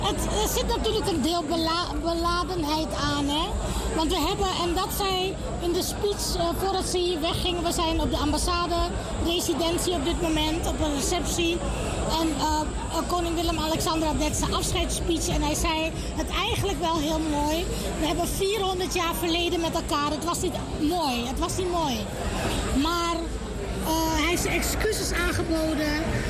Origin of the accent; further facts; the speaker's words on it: Suriname; moved away; also born or lived in Amsterdam Zuidoost, Netherlands; Ik ken Norman inderdaad al heel lang nog toen ik in Zuidoost woonde. Ik ben nu 10 jaar terug in Suriname. En ik ben elke dag nog blij dat ik ervoor heb gekozen om terug te gaan naar mijn land.